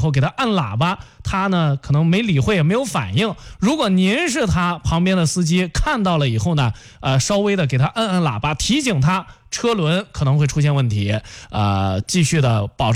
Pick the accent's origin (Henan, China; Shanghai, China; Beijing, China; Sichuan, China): Henan, China; 咱河南人收拾凉菜的这个水平也是非常高的。